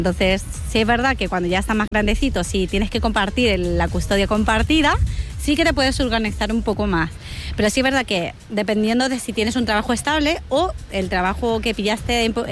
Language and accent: Spanish; Chile; now in Spain; Bueno, somos chilenos realmente.